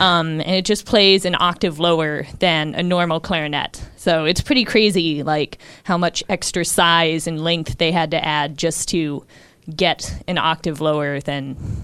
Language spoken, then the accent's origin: English; Midwest, United States; moved away as an adult; also born or lived in Wisconsin; now in Pittsburgh, United States; undergrad, which I did back in Wisconsin, I'm from the Midwest